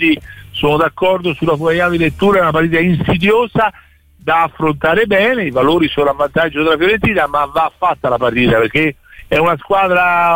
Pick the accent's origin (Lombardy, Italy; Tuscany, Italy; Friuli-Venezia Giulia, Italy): Tuscany, Italy; Florence; io ti dico, da fiorentino che ha lavorato 5 anni a Pisa, Dio, è forte, forte la rivalità, fortissima.